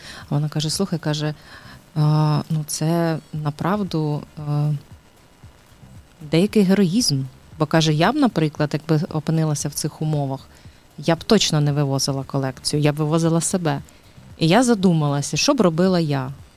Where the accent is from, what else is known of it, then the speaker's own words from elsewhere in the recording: Dnipro, Dnipropetrovsk Oblast, Ukraine; moved away; also born or lived in Slobozhanshchyna; я ж сама з Дніпра, тому Слобожанщина – це мій рідний край.